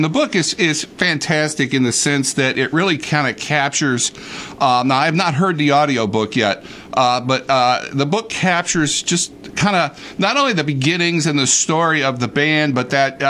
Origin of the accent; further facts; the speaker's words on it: Hobart, Tasmania, Australia; like growing up in Hobart, like twice a year she would go on this like pilgrimage to the People Store.